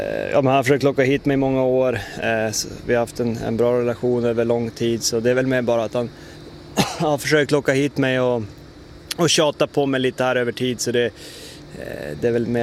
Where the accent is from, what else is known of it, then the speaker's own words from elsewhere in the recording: Umeå, Västerbotten County, Sweden; jag, Axel och Marcus Björk, vi är uppvuxna här på Teg, vi är, ja, men lövare sen vi föddes